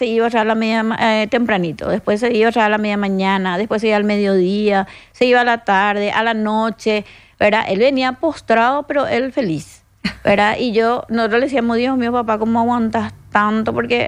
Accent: Paraguay; ese es nuestro compromiso como paraguayos

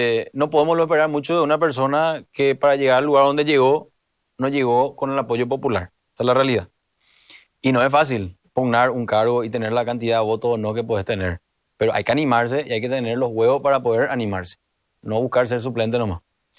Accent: Asunción, Paraguay; Antes que ser colorado, soy asunceno primero

